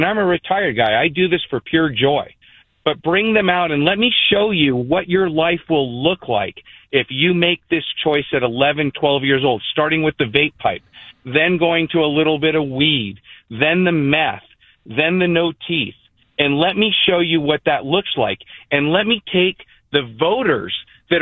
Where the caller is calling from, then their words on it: Pollock Pines, California, United States; So I'm semi-retired. I'm up in the hill in Pollock Pines, but I work down the hill in Placerville.